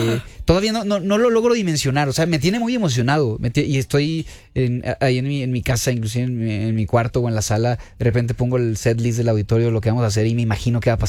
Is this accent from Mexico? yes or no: yes; León, Guanajuato, Mexico; moved away; vine bien chiquito, con unos 8 o 9 años con mi familia aquí a Ciudad de México, porque yo soy de León